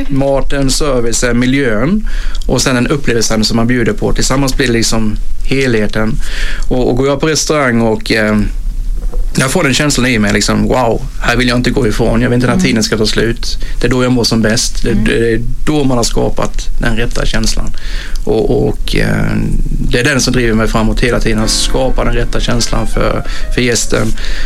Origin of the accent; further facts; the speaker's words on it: Sweden; Det var ju väldigt mycket det är ju mycket natur uppe i Hjortsberget. Jag var ju väldigt mycket på Hjortsberget när jag växte upp.